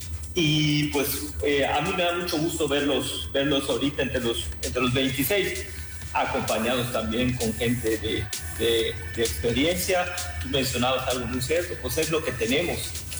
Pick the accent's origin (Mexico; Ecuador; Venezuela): Mexico; hablando como mexicanos.